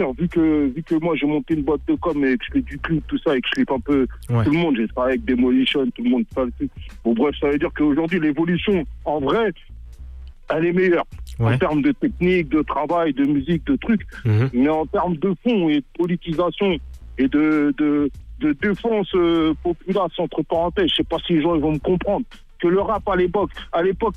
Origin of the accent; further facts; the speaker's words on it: Senegal; moi, chez moi, au Sénégal